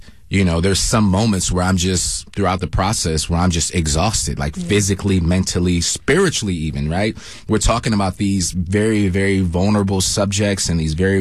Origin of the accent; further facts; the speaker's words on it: England, United Kingdom; Listen, I'm an English guy.